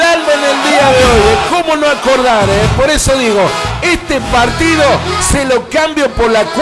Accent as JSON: {"language": "Spanish", "town": "Embarcación", "region": "Salta", "country": "Argentina", "tie": "born there"}